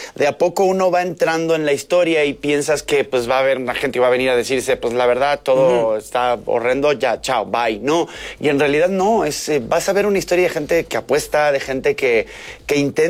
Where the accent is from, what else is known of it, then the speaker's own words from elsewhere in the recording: Argentina; Sí, yo como argentino lo sé